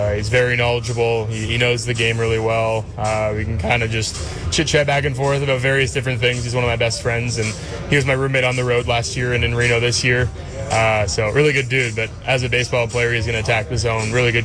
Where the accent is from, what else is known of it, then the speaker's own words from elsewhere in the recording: Toronto, Ontario, Canada; growing up in Toronto, watching him throw live quite a bit.